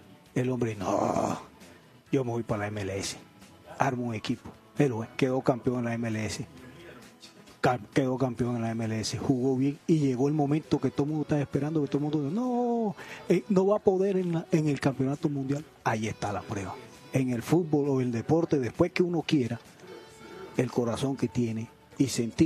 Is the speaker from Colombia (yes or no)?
yes; Colombia; Sí, claro, soy suramericano, primero voy por Colombia siempre